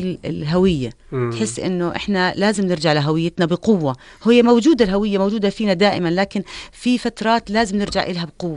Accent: Mahis, Balqa Governorate, Jordan; born there; يعني انا مسقط رأسي ماحص، وانا بنت فلاحة اصلا.

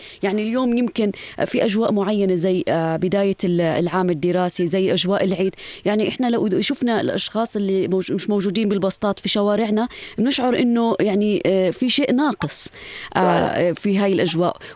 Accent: Jordan; احنا كشعب اردني

